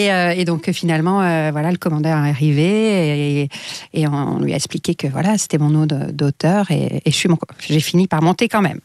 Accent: Rennes, Brittany, France; Ah oui, je suis née à Rennes, j'habitais dans un petit village à côté de Rennes.

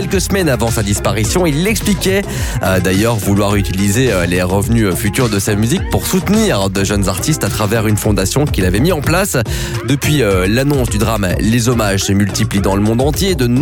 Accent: Belgium

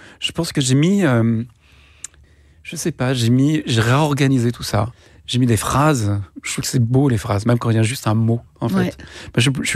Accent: Centre-Val de Loire, France; born there; je suis né en Indre-et-Loire, dont le numéro de département, c'est le 37.

